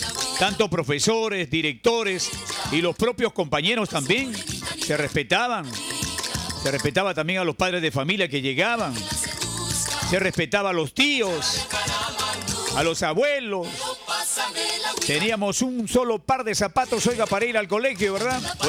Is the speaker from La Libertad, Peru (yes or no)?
yes; Chepén, La Libertad, Peru; born there; Vamos para mi Chepén querido. Yo nací en Chepén y aquí me quedo